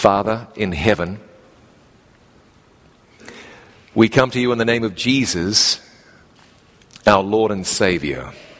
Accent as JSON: {"language": "English", "country": "New Zealand", "tie": "born or raised there"}